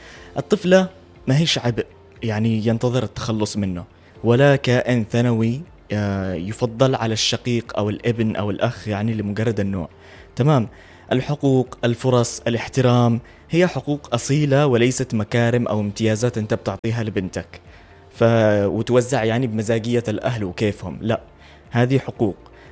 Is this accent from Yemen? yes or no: yes; Yemen; احنا مجتمع يمني